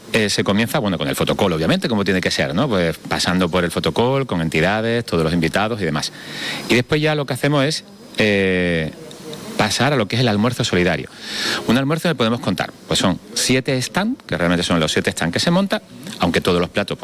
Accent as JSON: {"language": "Spanish", "town": "Jerez de la Frontera", "region": "Andalusia", "country": "Spain", "said": "Pues ya que estoy en mi tierra, ¿cómo no voy a aprovechar yo los valores de mi tierra, ¿no? Y Jerez tiene mucho que entregar."}